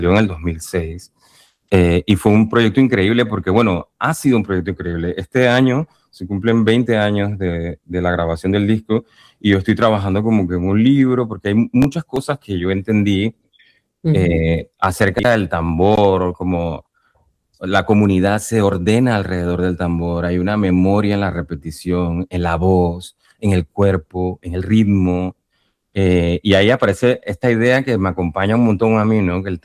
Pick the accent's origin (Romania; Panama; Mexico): Panama; Yo crecí toda mi vida en Panamá, pero de este lugar no sabía nada, ni de la comida, ni de nada.